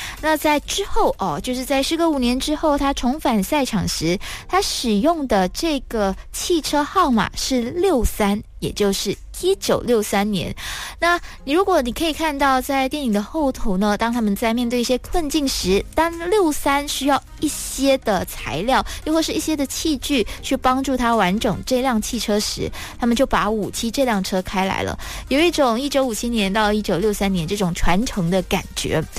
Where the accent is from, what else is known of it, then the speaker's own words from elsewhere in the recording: Malaysia; 有作为马来西亚人的自豪